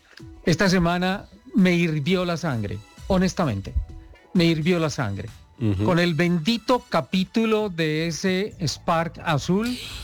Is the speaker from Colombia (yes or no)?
yes; Colombia; que somos los colombianos